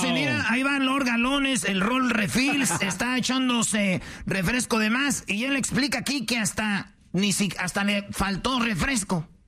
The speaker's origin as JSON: {"language": "Spanish", "town": "Jiquilpan", "region": "Michoacán", "country": "Mexico", "tie": "born or raised there", "said": "a toda la banda de mi pueblo, Jiquilpan, Michoacán"}